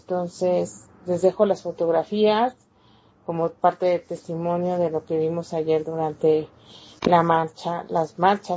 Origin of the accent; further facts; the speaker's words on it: Mexico City, Mexico; soy de aquí, de la Alcaldía Benito Juárez, en la Ciudad de México.